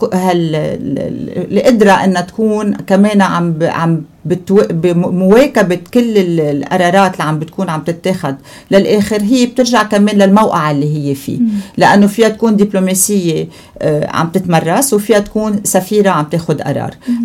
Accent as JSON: {"language": "Arabic", "country": "Lebanon", "said": "نحن بلدنا كلبنان"}